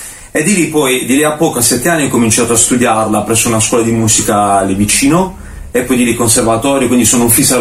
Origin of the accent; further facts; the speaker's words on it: Gravina in Puglia, Apulia, Italy; Io sono pugliese, quindi originario di Gravina in Puglia, provincia di Bari, ed ero piccolo, insomma, giù